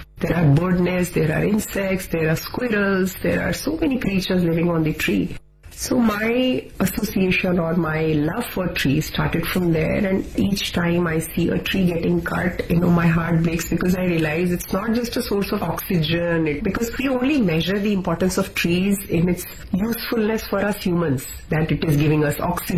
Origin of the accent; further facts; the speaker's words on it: Delhi, India; Delhi. I grew up in Delhi. This was the Delhi of the 80s.